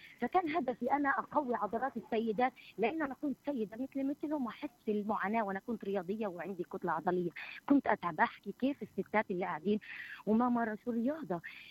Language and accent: Arabic; Gaza, Gaza Strip, Palestine; كان آخر فترة عندنا بغزة